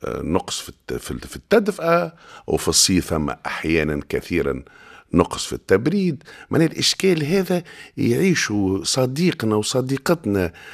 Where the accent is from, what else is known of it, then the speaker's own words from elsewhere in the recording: El Kef, Kef Governorate, Tunisia; born there; هذيك احنا هذيك بلادنا وهذيك حومتنا وهذاك موطأ معناها القدم وهذاك مسقط الرأس وهذيك الدنيا متاعنا، مهما مشينا ومهما تغربنا هذيك بلادنا ونرجع لها ونبقوا فيها